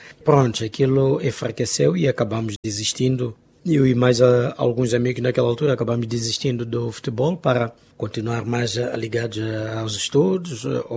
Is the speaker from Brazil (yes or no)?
no; Tete, Mozambique; also born or lived in Quelimane, Mozambique; Na verdade, eu nasci em Climane, só que venho para Tete muito, muito pequeno mesmo.